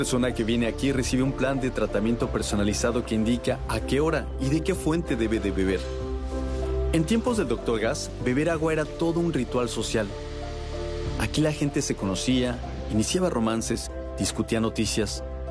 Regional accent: Mexico; yo como mexicano no podía evitar pensar en el tequila.

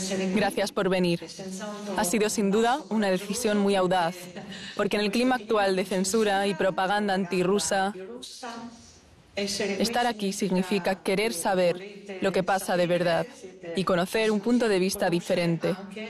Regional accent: Italy; moved away as an adult; now in Moscow, Russia; soy italiana, pero llevo más de 30 años viviendo en Moscú.

